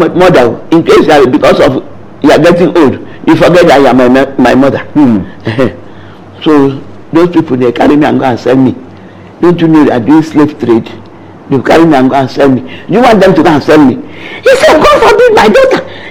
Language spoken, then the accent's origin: English; Nigeria; born there; moved away as an adult; also born or lived in London / New York City; Well, I was born in London. Okay, so that's the only place I've been to that is not Nigeria.